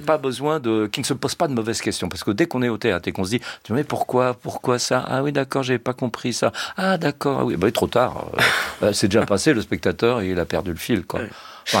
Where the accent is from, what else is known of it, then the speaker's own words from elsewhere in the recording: Le Havre, Normandy, France; Moi, je suis du Havre.